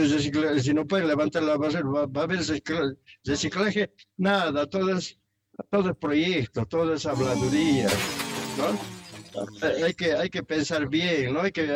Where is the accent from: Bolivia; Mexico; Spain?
Bolivia; Claro, pues, por eso somos bolivianos, hay que apoyarlo, ¿no?